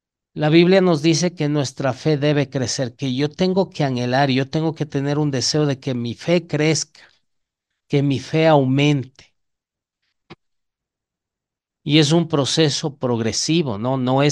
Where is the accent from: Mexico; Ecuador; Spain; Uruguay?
Ecuador; ¿qué más le hace visible a mi identidad como ecuatoriano? Aparte de mi cédula. De pronto mi lenguaje, ¿verdad? Porque utilizo palabras que propias de nuestro Ecuador.